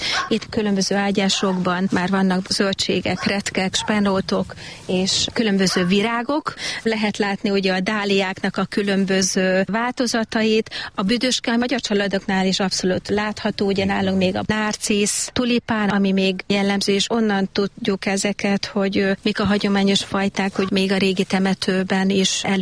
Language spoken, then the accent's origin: Hungarian; Hungary; first language Hungarian; Magyar. Magyar, abszolút. Én magyar lány vagyok, igen.